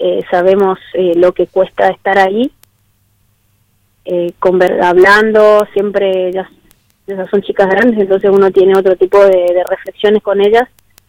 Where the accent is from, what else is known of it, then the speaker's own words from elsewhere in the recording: Corrientes, Argentina; moved away; Yo soy de Corrientes